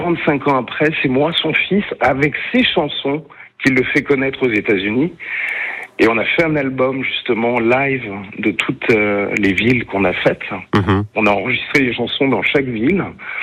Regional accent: France; je suis vraiment extrêmement touché de revenir enfin chez moi en France et dans une région que j'apprécie énormément puisque j'y passais toutes mes vacances, la Provence.

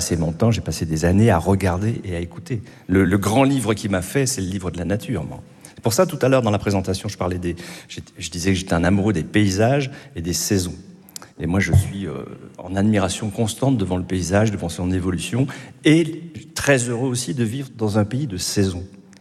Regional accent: Grand Est, France; moi j'habite en Lorraine, comme on le sait, je vis en Lorraine, je suis né en Lorraine, depuis que je suis petit, je suis tout le temps dans la nature.

